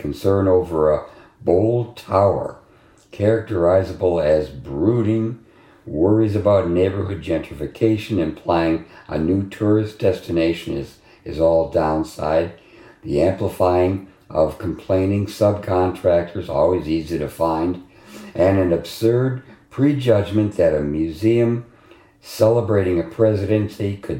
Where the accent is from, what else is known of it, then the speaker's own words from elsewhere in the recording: Detroit, Michigan, United States; now in Chicago, United States; since I am from Detroit.